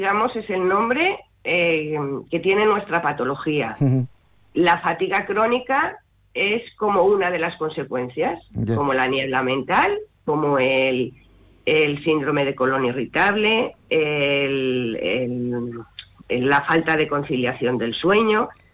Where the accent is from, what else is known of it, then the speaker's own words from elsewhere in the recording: Madrid, Community of Madrid, Spain; moved away as an adult; now in Azuqueca de Henares, Spain; Yo soy madrileña. Estuve de voluntaria en la Asociación de Madrid. Luego, al mudarme aquí, estoy con nuestra asociación de Azuqueca.